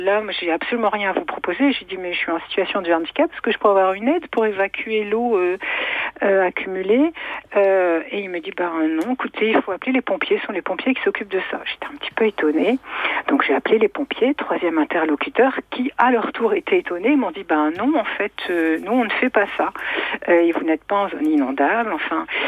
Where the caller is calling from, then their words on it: Quimper, Brittany, France; je vous appelle de Quimper, donc à l'ouest de la Bretagne, dans le Finistère Sud, où on a souvent beaucoup d'eau, beaucoup de pluie.